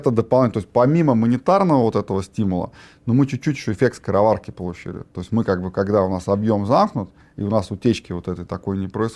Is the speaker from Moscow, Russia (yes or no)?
no; Kostroma, Kostroma Oblast, Russia; поскольку мы были из Костромы